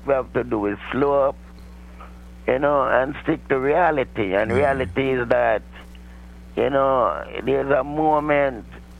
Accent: Kingston, Jamaica; now in Mount Vernon, United States; I used to be so scared growing up in Kingston.

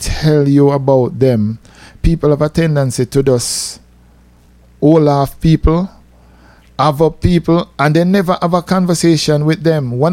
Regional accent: Jamaica; now in United States; You see, like when we were growing up in Jamaica, everybody know each other in the community.

